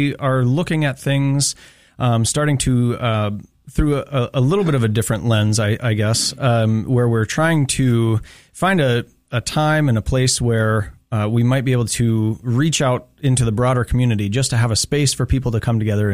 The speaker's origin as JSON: {"language": "English", "town": "Sidney", "region": "Montana", "country": "United States", "tie": "born or raised there", "moved": "yes", "said": "I grew up in Sydney, Montana."}